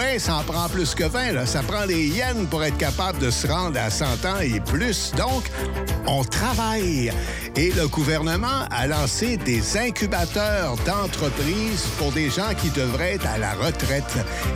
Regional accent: New Brunswick, Canada; chez nous, au Nouveau-Brunswick

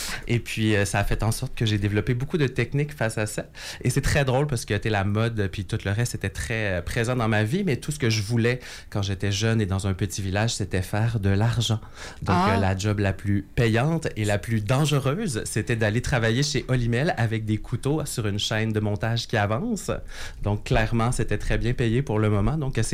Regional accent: Saint-Odilon-de-Cranbourne, Quebec, Canada; born there; moved away; j'ai un très grand parcours qui est parti d'un tout petit village qui s'appelle Saint-Audilon de Cranbourne en Beauce. Oui, c'est un village avec plusieurs traits d'union, donc vous comprendrez que le nombre d'habitants réduit avec chaque trait d'union dans le village.

